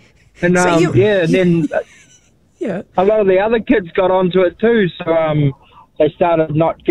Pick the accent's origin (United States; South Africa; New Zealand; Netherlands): New Zealand; Northland; now in Whangarei, New Zealand; Well, I grew up in Friendship Place, Nonarahi